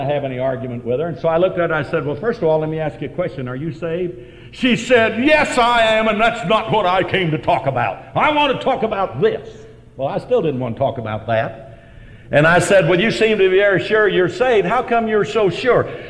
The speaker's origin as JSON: {"language": "English", "country": "Ireland", "said": "Now, I don't mind a good fight. I'm Irish."}